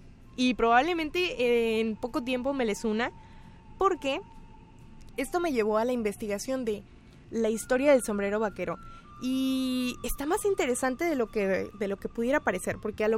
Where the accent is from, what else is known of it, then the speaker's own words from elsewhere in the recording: northern Mexico, Mexico; las personas que somos del norte de México, el área donde principalmente se dio más la ganadería, pues nos sentimos mucho más identificados de lo que quisiéramos, porque nos recuerda bastante al entorno en el que vivimos